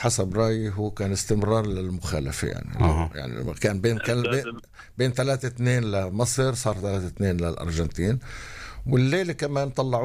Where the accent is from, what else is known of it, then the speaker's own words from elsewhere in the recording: Palestine; الاسبان كحكومة وشعب اللي كانوا واقفين معنا كفلسطينيين.